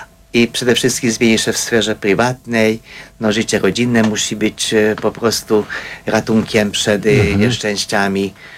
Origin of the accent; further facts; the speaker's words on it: Hungary; Polish is a second language; Kiedy jechałem pociągiem z Warszawy do Moskwy, Rosjanka zapytała, gdzie mieszkam. Powiedziałem, że pochodzę z Węgier.